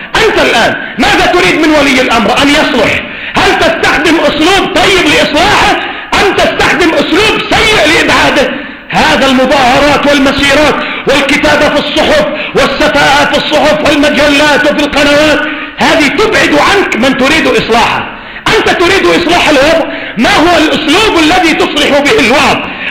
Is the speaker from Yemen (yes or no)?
yes; Yemen; يا أخي الدولة عندنا في اليمن بالذات دولة على بساط أحمد كما يقولون.